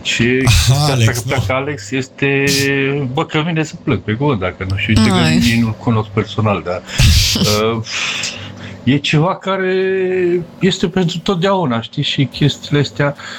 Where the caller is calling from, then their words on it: Barcelona, Catalonia, Spain; sunt ales din Barcelona.